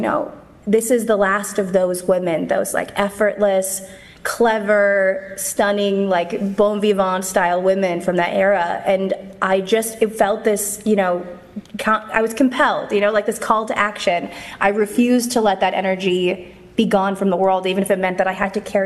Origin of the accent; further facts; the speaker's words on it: Canada; So, and I'm Canadian, so it's even worse.